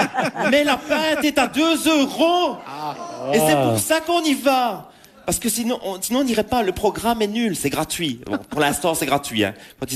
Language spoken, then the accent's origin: French; Wallonia, Belgium; Mais ça, c'est parce que je viens du Hainaut. Et dans le Hainaut, alors on part pas en vacances parce qu'on n'a pas de sous.